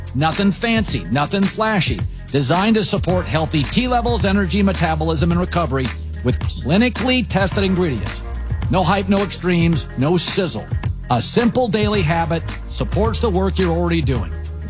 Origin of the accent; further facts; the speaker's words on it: Pacific Northwest, United States; When I was a kid and growing up in the Northwest, the Huskies